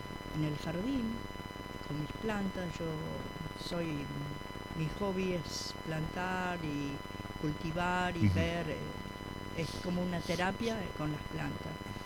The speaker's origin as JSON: {"language": "Spanish", "country": "Paraguay", "tie": "born there", "moved": "yes", "said": "Yo nací ahí en Paraguay"}